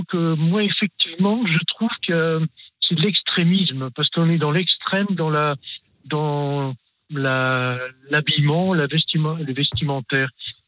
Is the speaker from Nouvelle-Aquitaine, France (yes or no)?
no; Tourcoing, Hauts-de-France, France; born there; Je suis né en France.